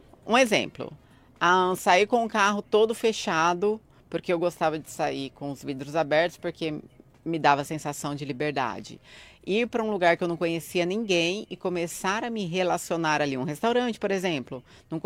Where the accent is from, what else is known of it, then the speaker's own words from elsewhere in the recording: Guaratinguetá, São Paulo, Brazil; born there; eu passei essa Páscoa na chácara do meu pai, que foi onde eu nasci, na cidade de Guaratinguetá.